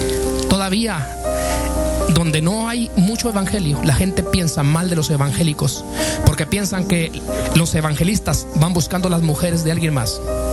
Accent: Chihuahua, Mexico; now in United States; hay mucha gente aquí del norte de Chihuahua, nosotros somos del norte de Chihuahua

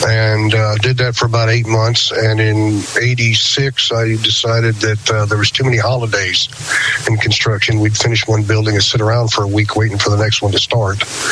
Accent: Danville, Virginia, United States; in my hometown right next to me in Danville, Virginia.

